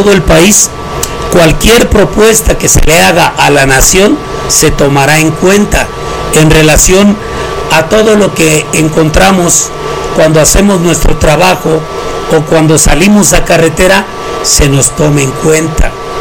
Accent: Cheranástico, Michoacán, Mexico; now in Paracho, Mexico; yo soy originario de la comunidad de Cheranástico. Aparte de todo, soy vecino de Paracho. Había que entender dónde nací, de dónde soy, dónde vivo actualmente.

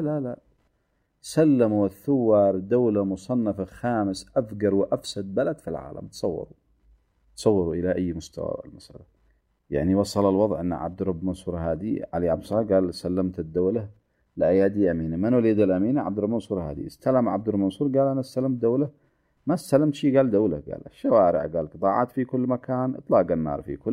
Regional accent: Yemen; والأزمة عندنا في اليمن

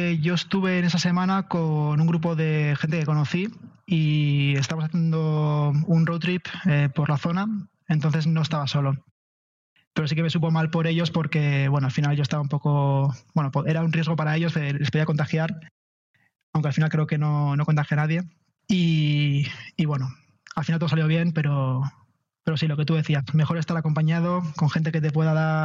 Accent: Spain; siendo español con el pasaporte entras en todos los países sin visado

